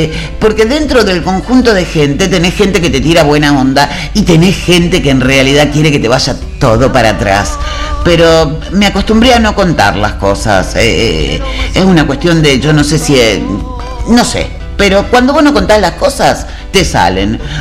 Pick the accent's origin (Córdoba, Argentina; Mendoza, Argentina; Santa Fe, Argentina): Santa Fe, Argentina; Arocena; now in Rosario, Argentina; yo soy de Arocena, bueno, me vine para Rosario, voy de vez en cuando